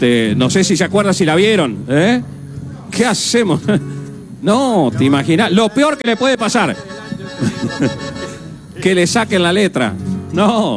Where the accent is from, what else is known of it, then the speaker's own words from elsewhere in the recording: Concepción del Uruguay, Entre Ríos, Argentina; nuestra histórica ciudad, de la capital histórica de la provincia de Entre Ríos